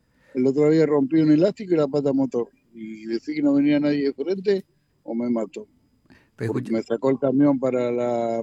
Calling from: Moreno, Buenos Aires Province, Argentina; Te habla de Moreno.

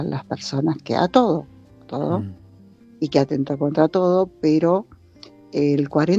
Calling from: La Plata, Buenos Aires Province, Argentina; soy de La Plata

